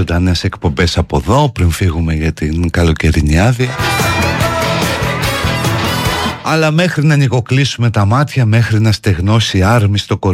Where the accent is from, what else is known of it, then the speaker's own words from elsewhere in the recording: Greece; εμείς ως Έλληνες τρώμε τις σάρκες μας.